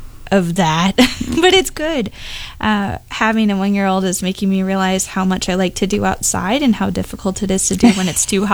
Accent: Appleton, Wisconsin, United States; I am I'm from Appleton. I went to St. Norbert for undergrad and Marquette for law school. Immediately after graduating, I kind of came back to Appleton.

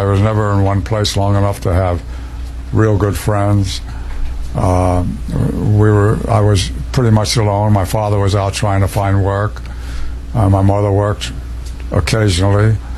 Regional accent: Newark, New Jersey, United States; I was born in Newark, New Jersey in 1924, February 15th.

